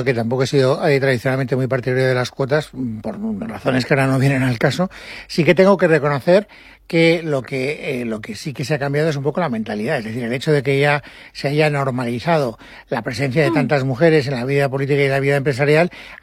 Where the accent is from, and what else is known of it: Valencian Community, Spain